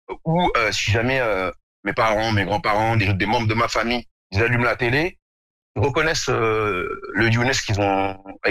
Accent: Morocco; Dès que je leur dis que je suis marocain, ils me regardent.

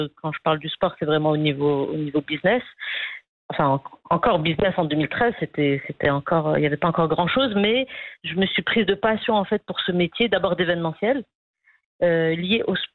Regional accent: Rabat, Rabat-Salé-Kénitra, Morocco; now in Casablanca, Morocco; parce que moi, j'ai grandi à Rabat, donc je découvrais un peu la ville.

